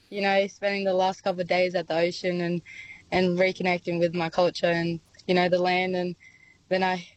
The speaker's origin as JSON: {"language": "English", "town": "Bellbrook", "region": "New South Wales", "country": "Australia", "moved": "yes", "lives_now": "Nambucca Heads, Australia", "said": "I lived on Gumbengi country in Nambucca Heads, and where I'm from, I'm from Thangadi, Bellbrook."}